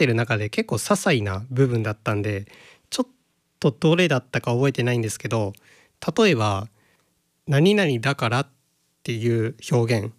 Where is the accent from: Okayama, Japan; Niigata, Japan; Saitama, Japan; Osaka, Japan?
Okayama, Japan; accent: Okayama dialect